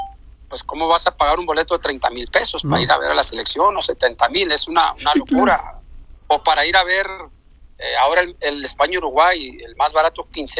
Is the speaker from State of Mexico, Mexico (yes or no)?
no; Tepic, Nayarit, Mexico; Fíjate que estoy, Pepe, ahorita entre Tepic, mi ciudad natal, y Monterrey por cuestiones de trabajo.